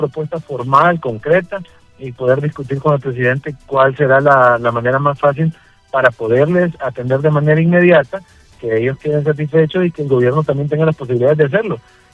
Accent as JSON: {"language": "Spanish", "country": "Honduras", "said": "Lo bueno es que todos estamos claros que aquí todos somos hondureños, y el mal de uno nos afecta a todos"}